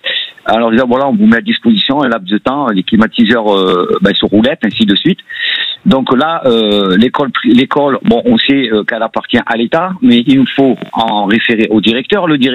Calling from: Nîmes, Occitanie, France; Moi, j'habite à Nîmes.

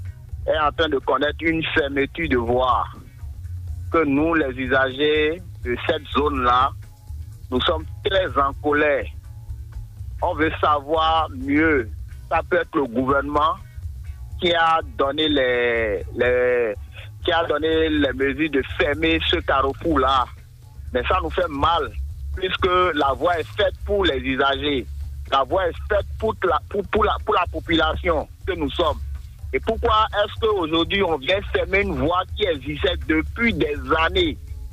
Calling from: Benin; je vous appelle depuis Révier. Je suis précisément au carrefour Ressa, appelé carrefour Baglo ou carrefour Tokunogon.

